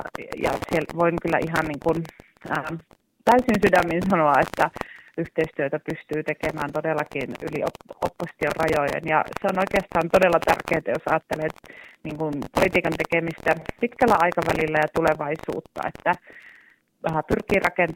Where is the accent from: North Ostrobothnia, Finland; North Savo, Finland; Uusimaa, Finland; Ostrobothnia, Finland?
North Savo, Finland; Kuopio; Ja toki myös sillä on iso merkitys, että olen Kuopiosta.